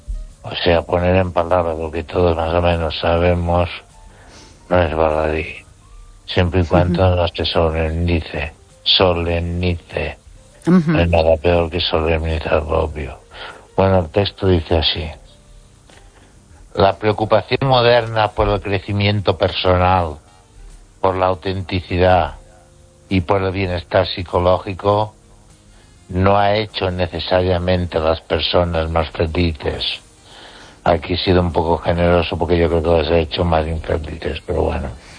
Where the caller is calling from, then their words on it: Catalonia, Spain; desde Cataluña.